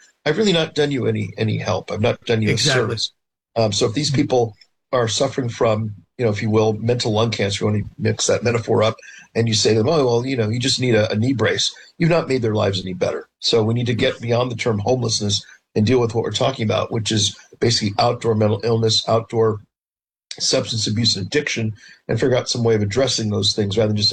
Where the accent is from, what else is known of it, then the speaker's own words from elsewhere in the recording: California, United States; moved away as an adult; I grew up out there. I spent the first 18 years of my life in California. When I grew up in the 60s, 70s, and 80s, the place was booming.